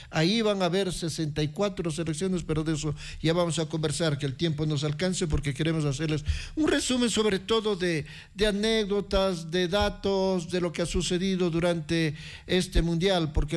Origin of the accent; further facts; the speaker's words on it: Ecuador; Bastante noveleros somos los ecuatorianos, no hay nada que hacer.